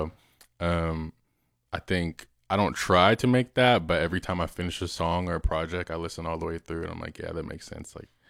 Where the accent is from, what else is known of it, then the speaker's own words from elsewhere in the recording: Las Vegas, Nevada, United States; moved away as an adult; now in Austin, United States; Yeah, so I'm from Las Vegas, actually. And I got to Austin because I did my grad degree at UT. Mm-hmm. So I moved down here in, man, it's crazy. It's like 5 years ago now, I guess. Like winter of 2021, I came down to Austin.